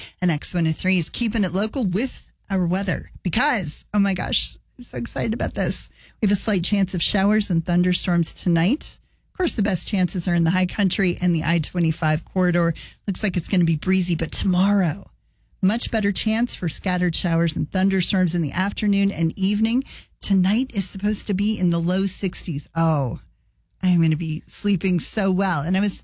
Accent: Colorado, United States; summers when I was growing up in Colorado

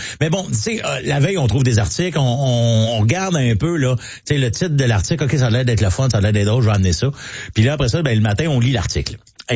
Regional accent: Mont-Saint-Hilaire, Quebec, Canada; Moi, je viens de Saint-Hilaire, puis en face de la polyvalente, t'as la montagne de Mont-Saint-Hilaire, puis t'as une paroi rocheuse.

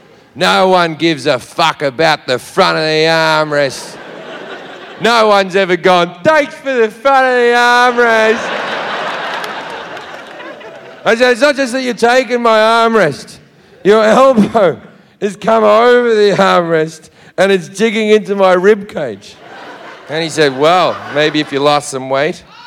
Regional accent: Australia; And I was like, that's the British. I'm Australian, you fucking racist.

